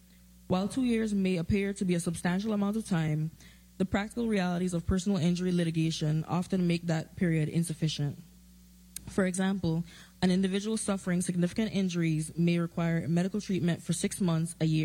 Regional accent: St. Thomas, U.S. Virgin Islands; born there; moved away; I was born on the island of St. Thomas and began my formal education in the Virgin Islands. My roots in this community run deep. … was born and raised on St. Thomas, as were … my great-grandfather, and many other members of my family.

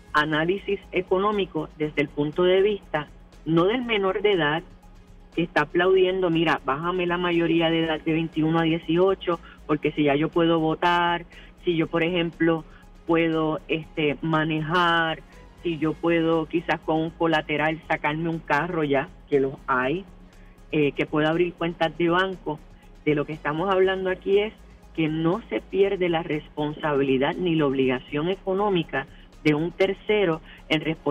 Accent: Puerto Rico; por nosotros ser un territorio no incorporado, a pesar de que seamos ciudadanos americanos

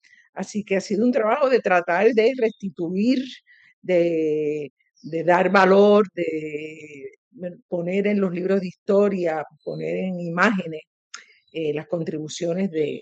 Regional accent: Puerto Rico; mis padres, ¿verdad?, con la formación que me dieron como puertorriqueña.

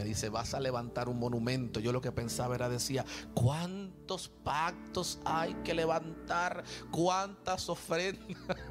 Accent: Puerto Rico; soy de Puerto Rico

